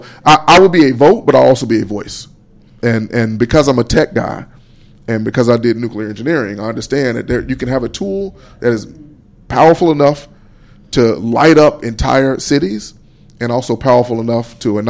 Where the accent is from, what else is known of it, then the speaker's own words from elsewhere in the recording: Pine Bluff, Arkansas, United States; I grew up in Pine Bluff. And I went to Watson Chapel Public School District all the way through.